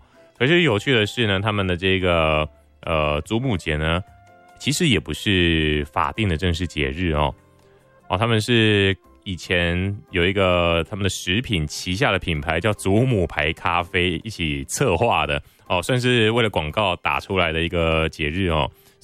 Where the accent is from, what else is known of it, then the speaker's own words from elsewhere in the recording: Taiwan; 为了要唤起我们台湾人呢更加重视家庭世代的这个关系落实哦